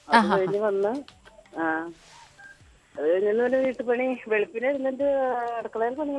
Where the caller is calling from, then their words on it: Thrissur district, Kerala, India; കാരിക്കുടം.